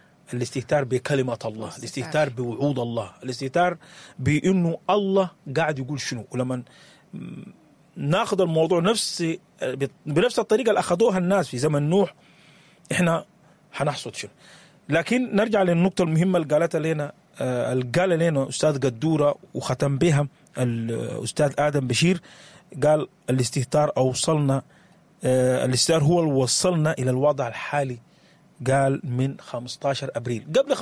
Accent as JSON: {"language": "Arabic", "country": "Sudan", "said": "لنا كسودانيين."}